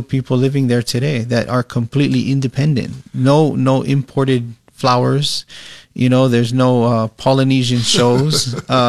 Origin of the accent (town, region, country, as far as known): Hawaii, United States